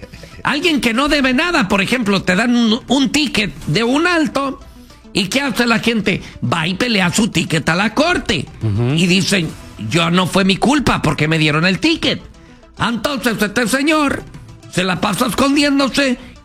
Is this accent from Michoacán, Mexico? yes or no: yes; Michoacán, Mexico; yo soy una michoacana con mucho parentesco de Sinaloa